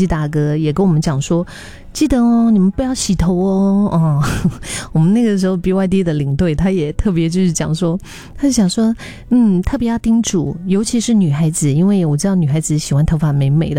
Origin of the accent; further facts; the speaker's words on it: Singapore; 我们新加坡人